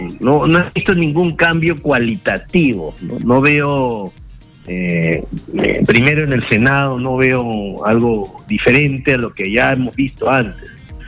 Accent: Peru

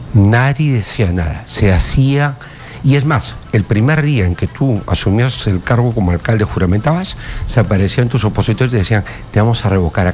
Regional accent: Peru; Y tengo como una autocrítica también como peruanos que somos y peruanos de a pie.

